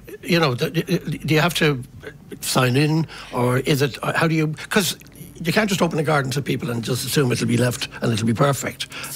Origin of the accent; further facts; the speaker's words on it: Dublin, Leinster, Ireland; I have to admit, I'm from Fine Gael as well. It is an ever expanding area, Fine Gael, and it's a very vibrant part of Dublin.